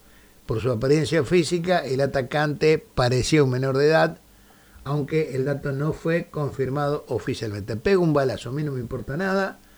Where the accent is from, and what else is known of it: Argentina